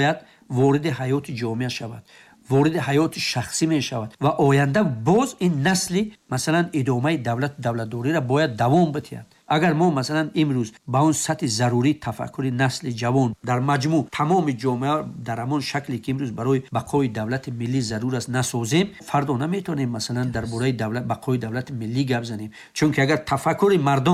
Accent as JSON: {"language": "Persian", "country": "Tajikistan", "said": "من تاجیک تولد شدم، خب کجای بروم اگر من تاجیک هستم؟ در چین هم زندگی کنم من تاجیک هستم، در امریکا هم زندگی کنم من تاجیک هستم"}